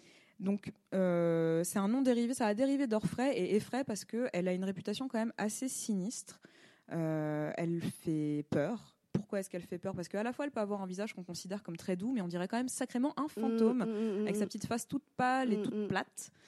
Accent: France; On est Français, on est sympa.

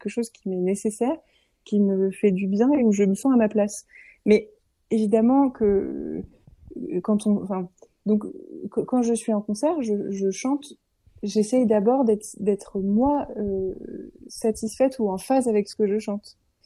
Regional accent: Briançon, Provence-Alpes-Côte d'Azur, France; je viens de Briançon dans les Hautes-Alpes, donc très loin de la mer, enfin, relativement loin de la mer, en tout cas très loin de l'océan.

